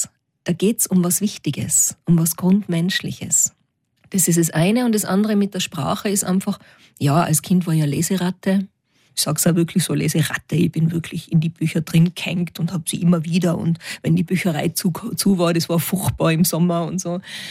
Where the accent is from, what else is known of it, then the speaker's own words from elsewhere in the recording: Innsbruck, Tyrol, Austria; accent: Tirolerisch; Und dann natürlich Tirolerisch, klar, ich bin in Innsbruck aufgewachsen. Also kein wilder Dialekt, aber doch Mundart.